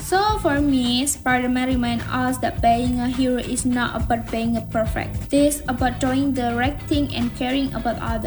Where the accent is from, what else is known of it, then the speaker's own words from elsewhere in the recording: Bogor, West Java, Indonesia; I'm from Bogor.